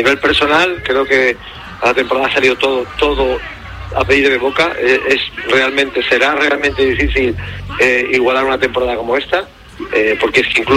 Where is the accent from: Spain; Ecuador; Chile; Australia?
Spain; siendo además español, quiero la ilusión de entrar a la selección española